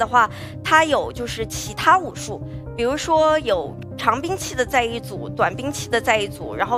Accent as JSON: {"language": "Chinese", "region": "Sichuan", "country": "China", "said": "我四川人。"}